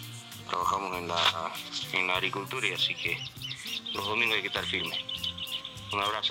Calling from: Buenos Aires, Argentina; te escucho en Buenos Aires, Argentina.

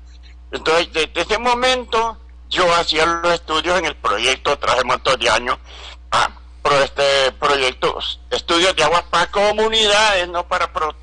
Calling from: Francisco Morazán, Honduras; Yo soy de Guayabías. Abajito es Pueblo Nuevo.

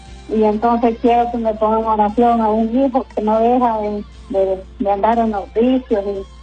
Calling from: Comayagua, Honduras; De acá, de la Delicia, de Comayagua.

